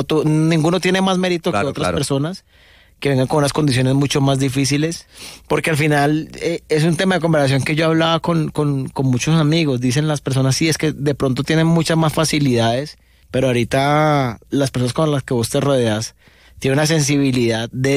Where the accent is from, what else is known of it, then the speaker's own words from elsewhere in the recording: Cali, Valle del Cauca, Colombia; Yo salí del San Luis Gonzaga, del barrio Granada, al noroeste de Cali.